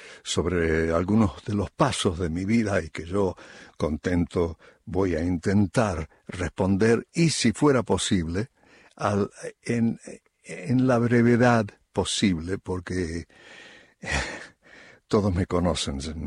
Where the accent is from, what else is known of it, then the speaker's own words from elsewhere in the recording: Córdoba, Argentina; Entonces nací en Córdoba, en la calle Welfin, en un barrio, por supuesto, de estudiantes de medicina. Me crié en los brazos de estudiantes que pasaban muy a la Argentina y sobre todo en Córdoba.